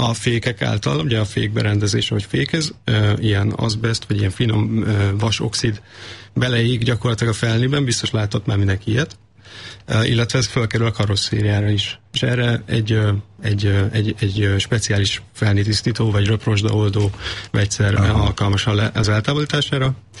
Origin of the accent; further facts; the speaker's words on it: Hungary; Nyilván magyarok vagyunk